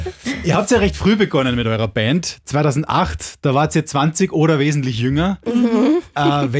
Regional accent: Salzburg, Austria; Bei uns daheim in Salzburger Pinzgau wäre es zum Beispiel die Boxrucker Mötzen.

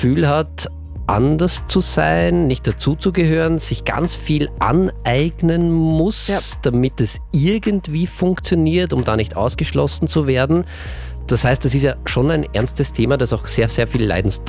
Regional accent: Austria

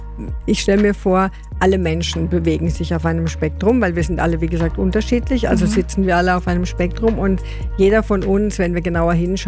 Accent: Germany; Also diese Erfahrung habe ich als Deutsche auch gemacht.

